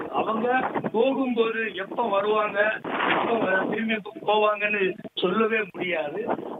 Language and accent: Tamil; Nagercoil, Tamil Nadu, India; now in Chennai, India; வேலை பார்க்கறது சென்னையில, சென்னை ஆவடியில ஒர்க் பண்ணிட்டு இருக்கிறேன். என்னுடைய சொந்த ஊர் வந்து கன்னியாகுமரி மாவட்டம் நாகர்கோவில்.